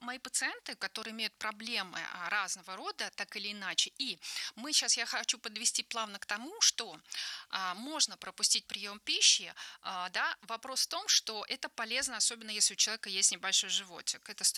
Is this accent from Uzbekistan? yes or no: yes; Tashkent, Uzbekistan; moved away; Я из Ташкента родом